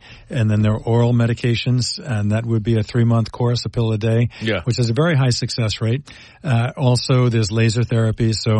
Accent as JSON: {"language": "English", "town": "Bellmore", "region": "New York", "country": "United States"}